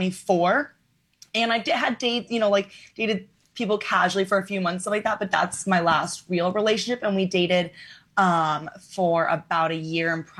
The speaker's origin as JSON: {"language": "English", "region": "Arizona", "country": "United States", "tie": "born or raised there", "lives_now": "New York City, United States", "said": "I grew up in Arizona. So let's say you live in Arizona."}